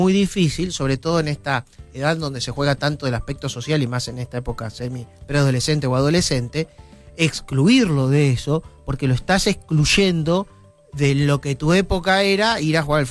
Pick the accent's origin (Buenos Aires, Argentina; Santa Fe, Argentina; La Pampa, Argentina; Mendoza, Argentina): Buenos Aires, Argentina; En la calle donde yo nací, jugaba en la calle, en un barrio de acá, de Capital, sí, Federal.